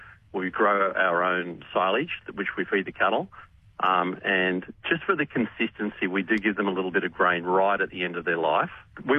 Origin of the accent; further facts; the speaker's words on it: Armidale, New South Wales, Australia; now in Robertson, Australia; I grew up in Armidale, so it's like a tropical climate for me.